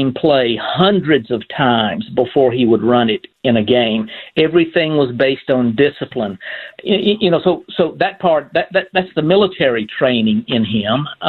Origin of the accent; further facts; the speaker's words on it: Chattanooga, Tennessee, United States; I grew up in Chattanooga